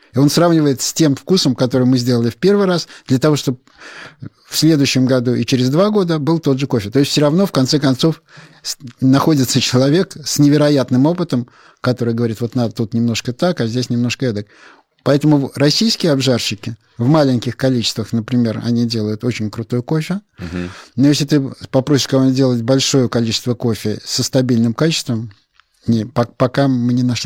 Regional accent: Saint Petersburg, Russia; я как питерский человек, мне, в принципе, нравятся рюмочные.

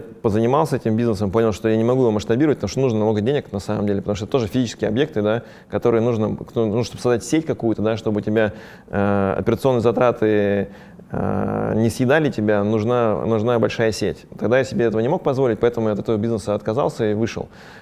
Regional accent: Semey, Abai Region, Kazakhstan; born there; я вообще родился в Казахстане, там, в городе Семипалатинск, там, да, и это был очень маленький городок, где был всесоюзный полигон ядерных испытаний был, то есть не самое благоприятное место, где можно было бы вообще родиться и развиваться.

